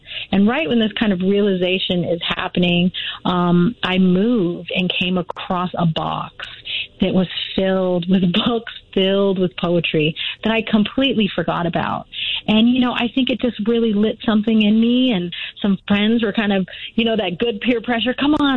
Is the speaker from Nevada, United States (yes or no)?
yes; Las Vegas, Nevada, United States; born or raised there